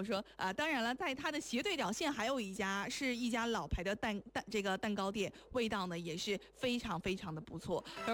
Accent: Shanxi, China; moved away; 虽然我的家乡在山西

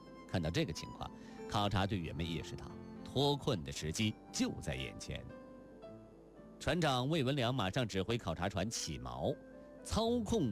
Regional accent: China; 那么咱们中国人又是从什么时候开始进入到南极探险的呢？

